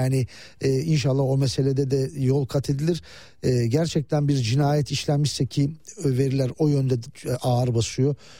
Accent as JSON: {"language": "Turkish", "area": "Muş", "region": "Muş Province", "country": "Turkey", "said": "Şöyle, ben Muşluyum biliyorsunuz. Çocukluğumda Erciş'e falan gittim"}